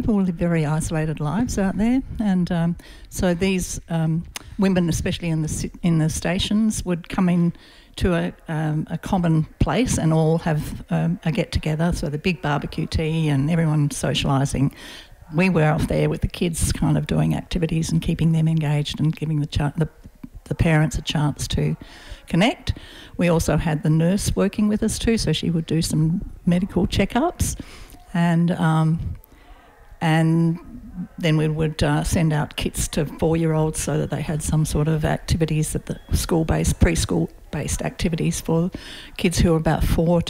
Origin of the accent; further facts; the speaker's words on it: Adelaide, South Australia, Australia; Yeah, I came from Adelaide. We lived in the Adelaide Hills, so it was a cultural and physical shock coming from a green place to a very dry, arid town